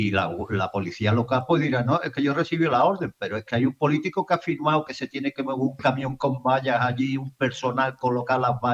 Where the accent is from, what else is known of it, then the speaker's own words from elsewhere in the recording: Cádiz, Andalusia, Spain; soy de aquí de Cádiz